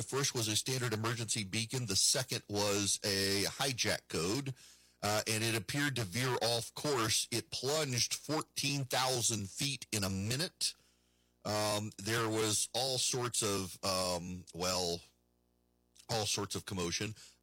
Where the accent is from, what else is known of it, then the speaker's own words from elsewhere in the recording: Dubai, United Arab Emirates; So I grew up in Dubai, because there's been more than once where I said, so I grew up in Dubai.